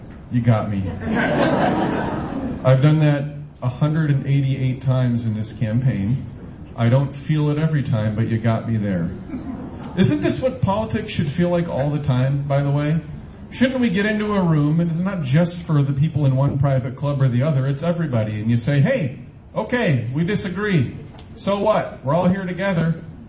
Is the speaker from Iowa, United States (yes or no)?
yes; Decorah, Iowa, United States; When I was growing up in Decorah, four important parts of my upbringing, going to church, hunting, fishing, and my first job, which taught me a lot, catching chickens.